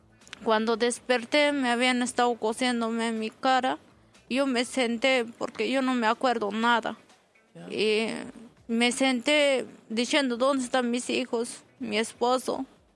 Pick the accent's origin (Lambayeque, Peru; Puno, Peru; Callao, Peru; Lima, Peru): Puno, Peru; Amantaní Island; Soy de la isla de Amantané. Soy de Puno.